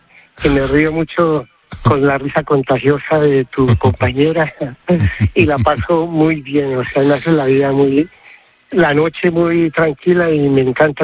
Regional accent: Colombia; moved away as an adult; now in Spain; En España llevo 30 años, sí, desde aquí en el 97. Y soy colombiano

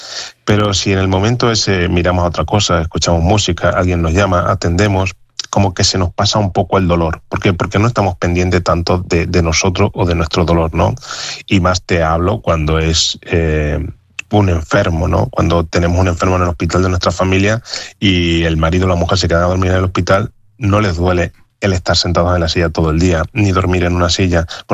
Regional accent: Spain; somos los españoles

